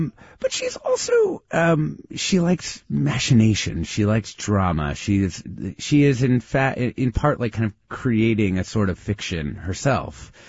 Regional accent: United States; there I was as an American

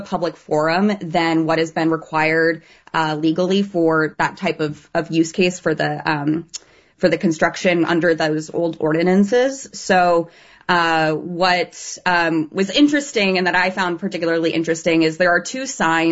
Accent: Gilroy, California, United States; I mean, I grew up in Gilroy. I went to Gilroy High School and was a part of leadership

